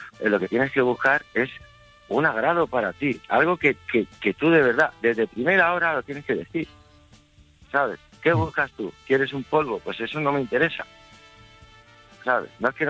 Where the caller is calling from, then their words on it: Ibiza, Balearic Islands, Spain; Mira, yo soy de Ibiza.